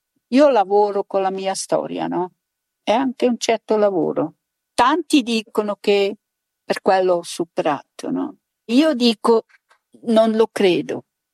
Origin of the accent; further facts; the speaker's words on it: Switzerland; per fortuna che sono svizzera, no?